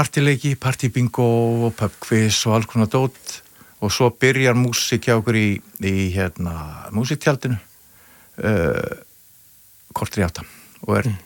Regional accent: Vestmannaeyjar, Southern Region, Iceland; born or raised there

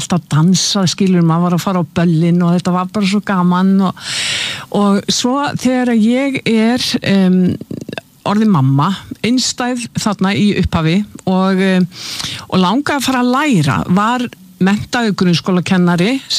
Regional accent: Keflavík, Southern Peninsula, Iceland; ég fætt og uppalinn í Keflavík í Bíklabænum og það var óbúslega mikið tónlist.

